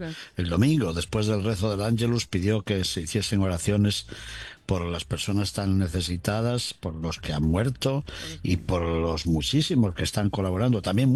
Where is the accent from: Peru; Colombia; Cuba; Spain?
Spain; Oré también por mi tierra, por España, porque está afectada por incendios tremendos, sí, que llegan también a lugares que me son muy queridos.